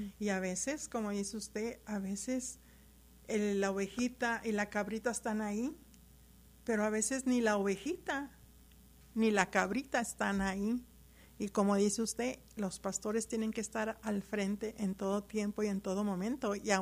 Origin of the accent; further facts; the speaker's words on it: Ciudad Juárez, Chihuahua, Mexico; moved away as an adult; now in El Paso, United States; Yo soy originaria de Ciudad Juárez, Chihuahua.